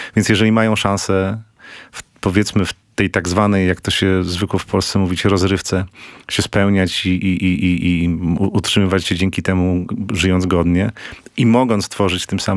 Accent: Toruń, Kuyavian-Pomeranian Voivodeship, Poland; bo jestem z urodzenia i pochodzenia torunianinem. Mieliśmy taką małą scenę w toruńskim klubie Odnowa

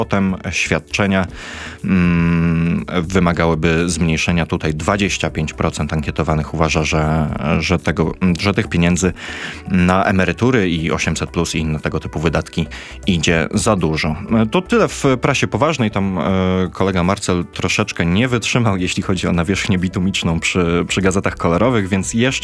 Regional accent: Warsaw, Masovian Voivodeship, Poland; jako warszawiak

